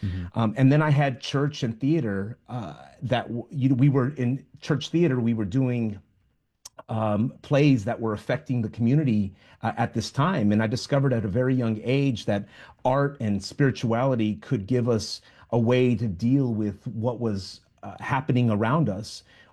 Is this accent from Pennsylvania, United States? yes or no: no; Wilmington, California, United States; So I grew up in Wilmington, California, in South Los Angeles. I was one of seven boys.